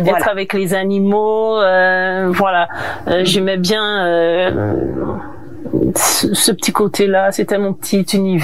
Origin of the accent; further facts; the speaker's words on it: Rivière-Salée, Martinique; moved away as an adult; also born or lived in Metropolitan France; j'ai grandi à la campagne de Rivière-Salée, des Marinières.